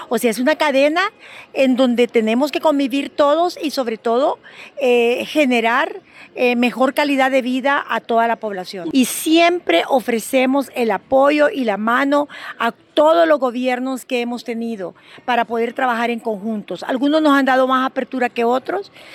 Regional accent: Honduras; Los hondureños, todos somos hondureños. Todos tenemos que trabajar en pro de nuestra patria.

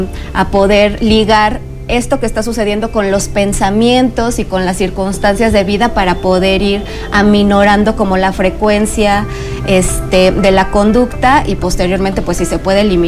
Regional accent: Querétaro, Mexico; En el caso de los servicios de salud del estado de Querétaro, que es de donde yo vengo, hay 33 centros de salud

